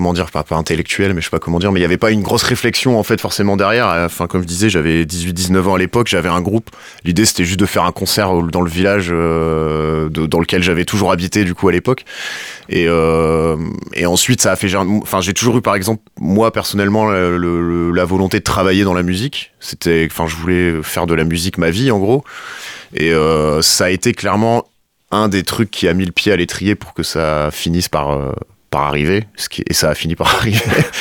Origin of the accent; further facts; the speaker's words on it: Bourlon, Hauts-de-France, France; je suis originaire de Bourlon, j'ai grandi à Bourlon et j'y ai vécu pendant longtemps.